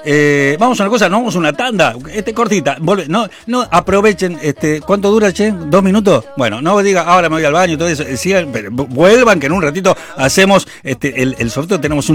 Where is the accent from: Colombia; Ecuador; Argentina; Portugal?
Argentina; Lomas de Zamora, Buenos Aires Province; Soy de Lomas, pero yo primero, lo dije alguna vez, yo primero soy de Lomas y después de todo lo demás.